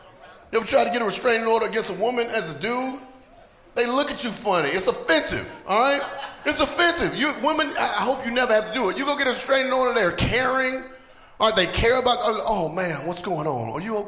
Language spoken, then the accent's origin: English; North Carolina, United States; I'm from the South, right? I'm from North Carolina, went to school in Atlanta.